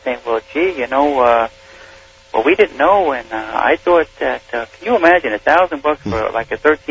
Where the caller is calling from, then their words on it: Chugiak, Alaska, United States; in Alaska.